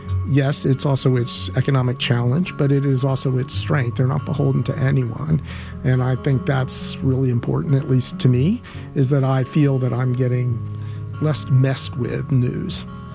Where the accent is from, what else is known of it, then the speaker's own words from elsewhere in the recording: Winston-Salem, North Carolina, United States; I'm from Winston-Salem.